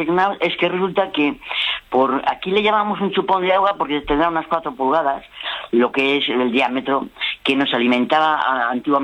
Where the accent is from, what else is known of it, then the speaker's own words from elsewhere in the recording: Villares de Órbigo, Castile and León, Spain; born there; yo llevo aquí 22 años jubilado, nací aquí en Villares de Órbigo.